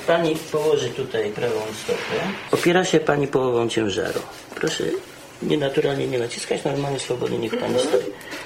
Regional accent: Łódź, Łódź Voivodeship, Poland

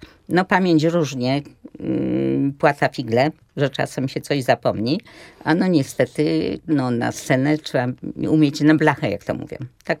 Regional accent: Łódź, Łódź Voivodeship, Poland; ja z Łodzi, one z Łodzi

